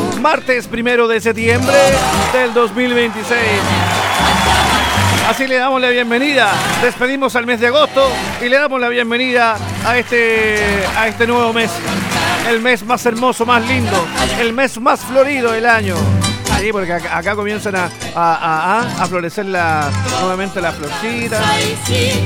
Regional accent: Chile; Que se note que somos chilenos, wey. Somos triples chilenos.

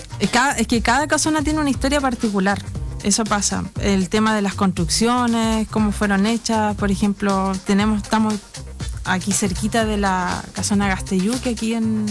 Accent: Osorno, Los Lagos, Chile; los que somos nacidos y criados en Osorno

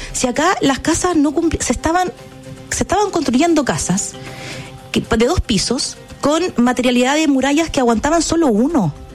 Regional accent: Valparaíso, Chile; yo soy de Valparaíso, entonces estamos acostumbrados también a tener reconstrucciones asociadas

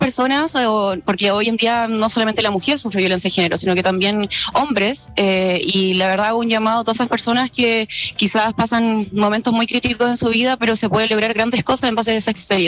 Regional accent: Temuco, Araucanía, Chile; como acabas de decir. Soy nacida y criada en Temuco.

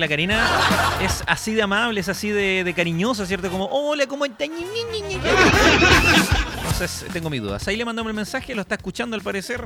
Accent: Chile; nosotros los chilenos tenemos una comunidad bastante particular

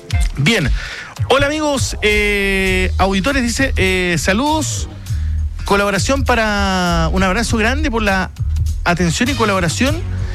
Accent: Magallanes and Chilean Antarctica, Chile; Y en mi caso particular, bueno, soy magallánico, en algún momento les vamos a contar.

